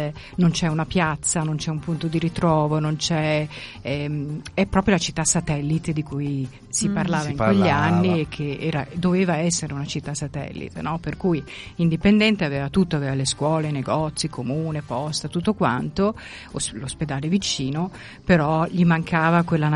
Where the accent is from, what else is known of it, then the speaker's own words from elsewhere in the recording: Milan, Lombardy, Italy; moved away; also born or lived in Varazze, Liguria; Vengo da Milano, nata a Milano, ho sempre abitato lì, ho studiato lì, ho lavorato lì.